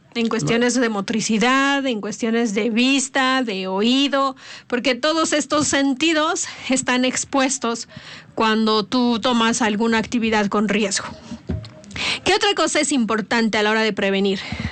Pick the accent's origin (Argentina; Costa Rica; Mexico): Mexico